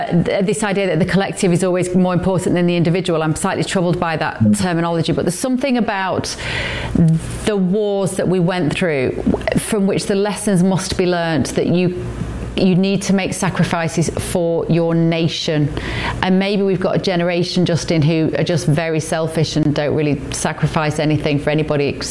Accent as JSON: {"language": "English", "country": "United Kingdom", "said": "And thank you for your service to America, I say as a Brit, but we do appreciate you very much so."}